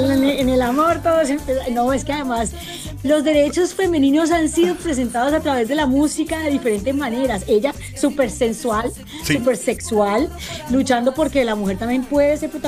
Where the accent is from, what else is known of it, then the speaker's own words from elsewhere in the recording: Cali, Valle del Cauca, Colombia; yo soy caleña. Y mira, vos sabés que Cali es capital de la salsa